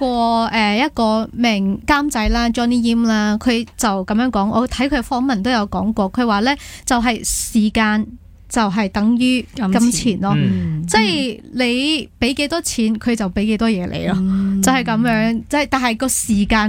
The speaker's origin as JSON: {"language": "Cantonese", "country": "Malaysia", "moved": "yes", "lives_now": "Hong Kong", "said": "你知道我哋马来西亚人食完咧，系会坐喺嗰度吹水吹一阵"}